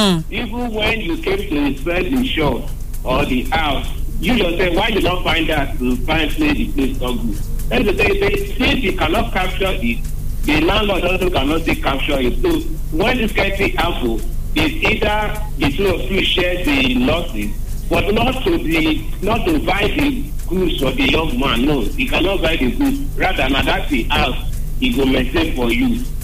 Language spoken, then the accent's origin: English; Asaba, Delta, Nigeria; from Asaba.